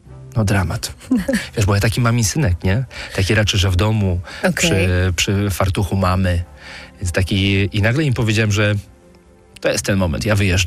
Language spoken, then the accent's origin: Polish; Zielona Góra, Lubusz Voivodeship, Poland; moved away as an adult; now in Warsaw, Poland; ja jestem z Zielonej Góry